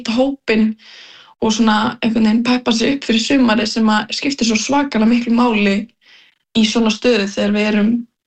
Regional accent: Vopnafjörður, Eastern Region, Iceland; Já, við erum svo að frá Vopnafirði

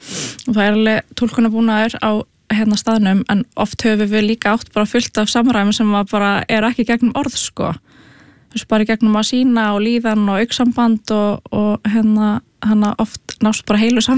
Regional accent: Reykjavík, Capital Region, Iceland; ég ólst upp í Breiðholti og var í Hólabrekkskóla og flutti hana í hérna Gaggó í Fossvoginn

